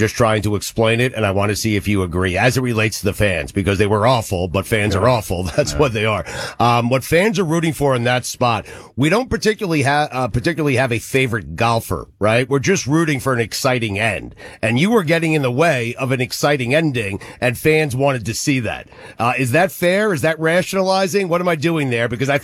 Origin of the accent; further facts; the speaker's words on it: New York, United States; I'm from Long Island.